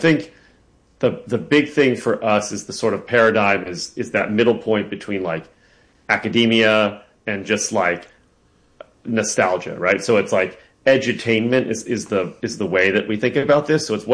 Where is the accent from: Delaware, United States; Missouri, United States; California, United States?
Delaware, United States; Hockessin; now in Brooklyn, United States; I grew up in Hockessin, Delaware. I now live in Brooklyn, New York.